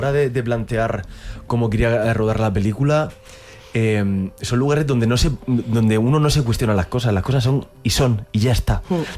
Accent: Region of Murcia, Spain; muchísima gente de mi tierra, que yo soy murciano

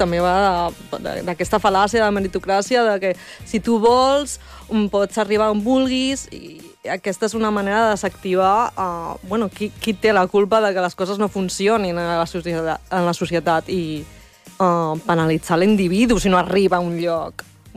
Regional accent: Gornal, Catalonia, Spain; nosaltres dues som de Gormall.

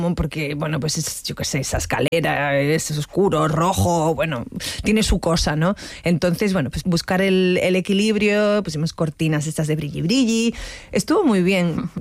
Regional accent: Canary Islands, Spain; A ver, es que yo soy canaria, entonces yo pienso tropical y pienso en frutas.

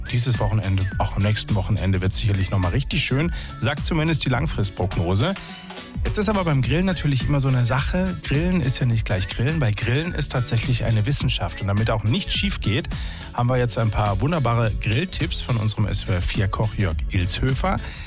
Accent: Freiburg, Baden-Württemberg, Germany; Ja, als Freiburger kann ich sagen, so eine Münsterwurst, die gehört für mich auch immer mit dazu.

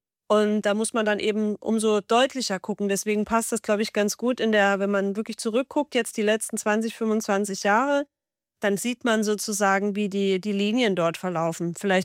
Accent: East Germany, Germany; Und in meiner Heimat, bin ja auch aus dem ländlichen Raum, ganz aus dem Osten eigentlich der Republik, da ist der politische Mainstream ja schon auch sehr stark durch die AfD geprägt, ne?

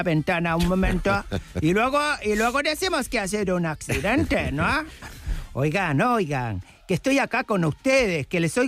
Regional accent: Argentina; Oiga, que soy argentino, pero no soy tonto.

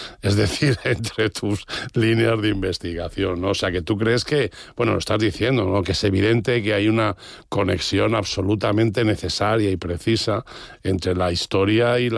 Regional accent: San Ildefonso, Castile and León, Spain; mi pueblo, por el Real Sitio San Ildefonso

